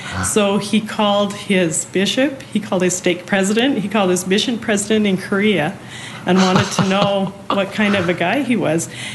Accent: Calgary, Alberta, Canada; now in United States; In the United States, they just recognize U.S. citizenship, so I vote here. But I was born and raised in Calgary.

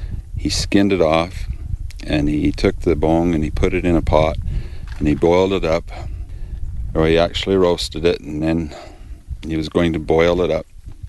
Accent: Lethbridge, Alberta, Canada; We're from Lethbridge, Alberta, in Canada.

